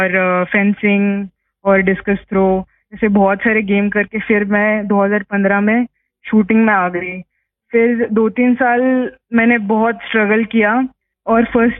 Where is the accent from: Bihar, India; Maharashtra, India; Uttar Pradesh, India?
Maharashtra, India; Kolhapur; Sir मैं proper Kolhapur Maharashtra से हूँ।